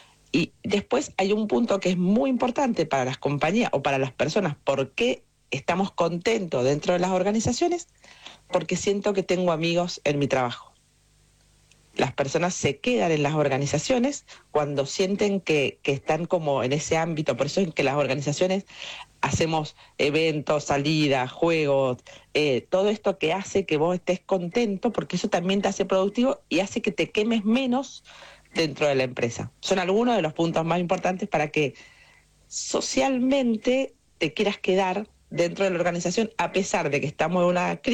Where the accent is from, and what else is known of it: Argentina